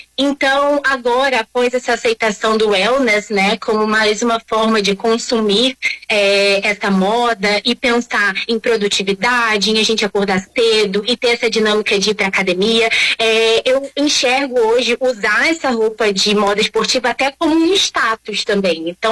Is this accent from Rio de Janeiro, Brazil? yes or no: yes; Rio de Janeiro, Brazil; Eu sou aqui do Rio de Janeiro, da Zona Oeste, mais especificamente de Bangu. Então, aqui é um território muito quente, tá?